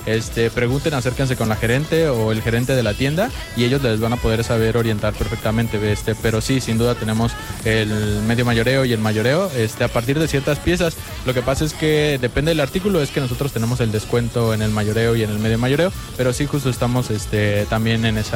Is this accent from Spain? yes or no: no; Mexico; Ya viene la semana en la que empiezan las vueltas y como buen mexicano, estamos